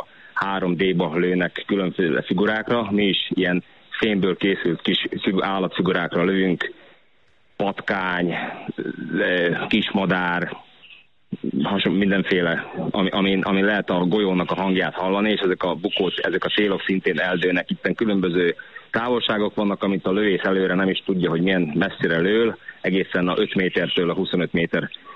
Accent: Hungary; Duna mellett nőttem fel

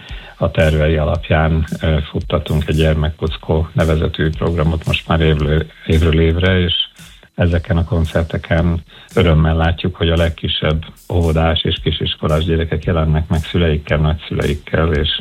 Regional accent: Veszprém, Veszprém County, Hungary; a veszprémi székhelyű, én magam is itt születtem, egyébként innen indultam az utamra, és aztán jöttem vissza, miután végeztem a tanulmányaimmal, és megalapítottuk a zenekart.

